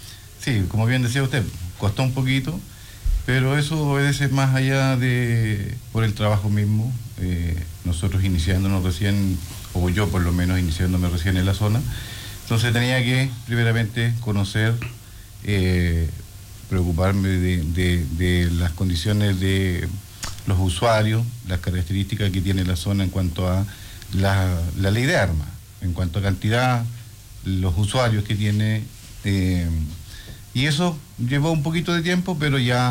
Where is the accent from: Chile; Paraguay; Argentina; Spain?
Chile; Curacautín, Araucanía; born or raised there; also born or lived in Santiago; now in Coyhaique, Chile